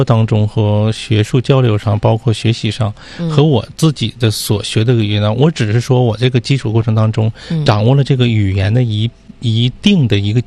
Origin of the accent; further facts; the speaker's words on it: Russia; Chinese is a second language; 完了之后我们俄罗斯人说呢，我们可能听的时候也有比较这个不理解